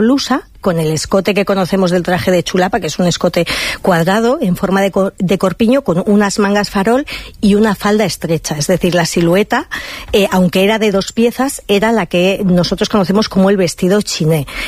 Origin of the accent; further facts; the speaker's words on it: Madrid, Community of Madrid, Spain; Porque yo no soy y todos los madrileños no somos chulitos